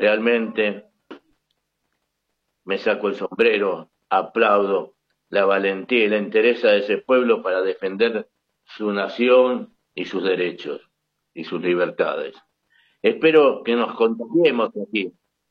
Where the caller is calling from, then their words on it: Buenos Aires, Argentina; de Buenos Aires.